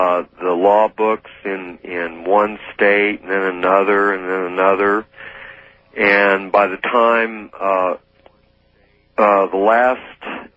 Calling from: Gates, Oregon, United States; from Gates, Oregon.

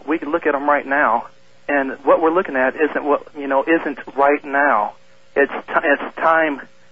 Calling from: Everett, Washington, United States; Everett, Washington.

